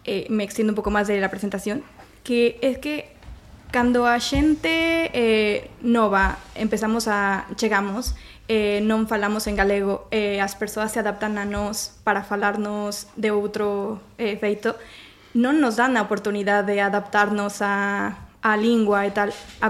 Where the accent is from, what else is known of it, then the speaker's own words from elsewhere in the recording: Mexico; Galician is a second language; now in Spain; Eu son mexicana.